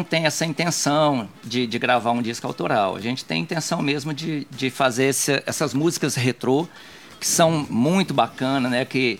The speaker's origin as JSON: {"language": "Portuguese", "town": "Araguari", "region": "Minas Gerais", "country": "Brazil", "said": "Somos de Araguari, inclusive."}